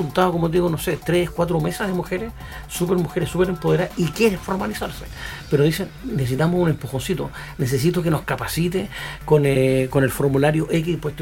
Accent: Coquimbo, Chile; soy regionalista. Es decir, soy de acá, soy de Coquimbo y he trabajado en la empresa de la zona.

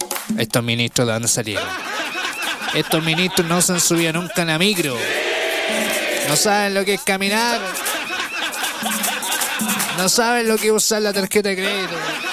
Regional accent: Chile; now in Melipilla, Chile

